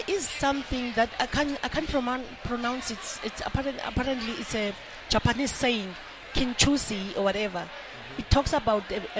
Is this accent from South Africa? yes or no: yes; Cape Town, Western Cape, South Africa; I was born and bred in Cape Town from Langa.